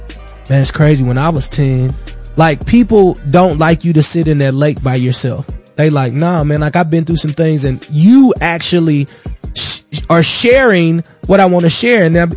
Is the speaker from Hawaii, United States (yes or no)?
no; Berkeley, Missouri, United States; I come from St. Louis, Missouri, Berkeley, Missouri, where the median income was $17,000.